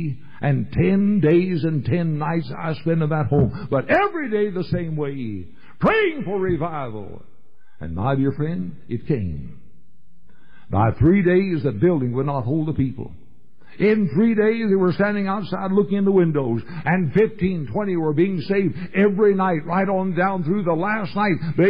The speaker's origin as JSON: {"language": "English", "town": "Louisville", "region": "Kentucky", "country": "United States", "tie": "born or raised there", "also_born_or_lived": "Indiana", "said": "My mother and dad came out of the state of Indiana. I was born in Indiana, came to Louisville when I was just a boy."}